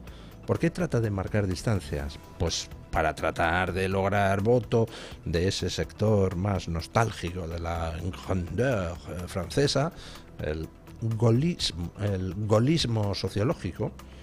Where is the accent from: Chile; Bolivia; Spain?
Spain; nosotros como españoles